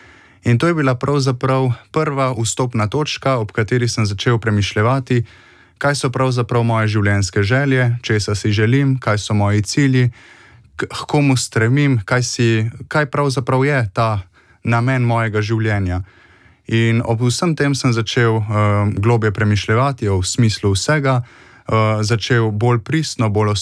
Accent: Moravče, Central Slovenia, Slovenia; Prihajam iz Moravč, iz verne krščanske družine. Vera nam je bila vedno blizu, tudi vsi otroci, pa tudi starša smo upeti v župnijsko dogajanje.

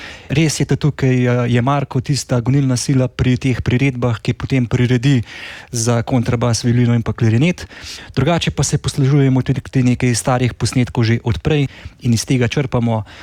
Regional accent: Bled, Upper Carniola, Slovenia; Vsi prihajamo iz Gorenjske, iz Ribnega, iz sela, iz Bleda, pravzaprav.

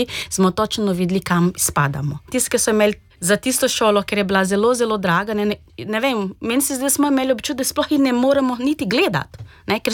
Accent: Brazil; now in Slovenia; jaz prihajam z Brazilije, živim v Sloveniji že od leta 2006.

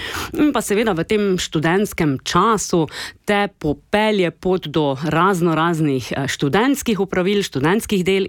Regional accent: Ljutomer, Prlekija, Slovenia; accent: Prlekija; prihajam iz Prlekije, sem 100% prlečka

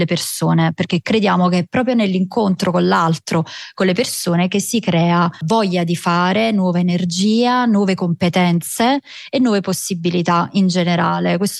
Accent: Naples, Campania, Italy; noi siamo di Napoli Centro

